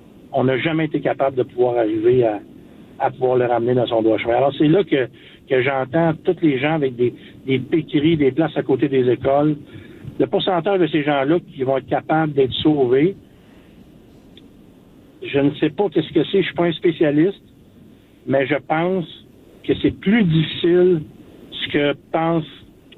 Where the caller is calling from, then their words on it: Quebec, Canada; il y avait un programme à l'hôpital à Longueuil, je viens d'arriver sud de Montréal.